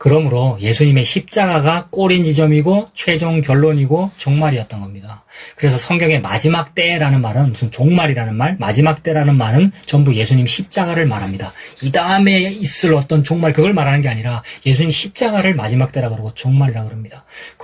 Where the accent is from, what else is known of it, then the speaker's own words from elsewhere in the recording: Gyeongsang, South Korea; 내 고향이 대구는 아니지만 경상도 사람이니까 알아듣는단 말입니다.